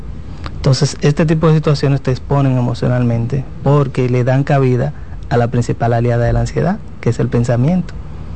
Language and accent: Spanish; Dominican Republic; como dominicanos que somos muy afectivos